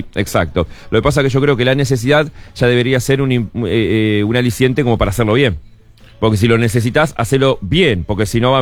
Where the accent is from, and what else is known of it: Uruguay